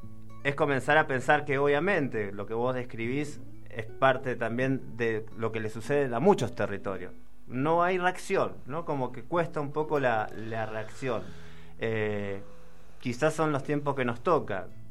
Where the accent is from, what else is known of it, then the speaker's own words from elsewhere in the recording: Moreno, Buenos Aires Province, Argentina; soy de Buenos Aires, soy de Moreno